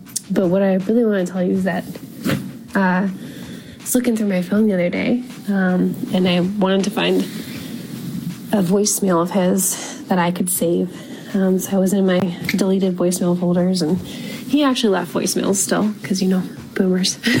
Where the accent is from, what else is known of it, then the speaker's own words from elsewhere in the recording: Charlotte, North Carolina, United States; We grew up in the Charlotte area, so we've been listening for a super long time.